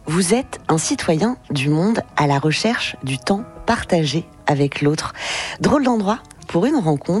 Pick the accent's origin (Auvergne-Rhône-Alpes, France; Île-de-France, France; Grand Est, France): Grand Est, France; Reims; moved away; Reims, je le précise, c'est ma ville natale, donc ça me permet de rentrer quelques heures chez moi.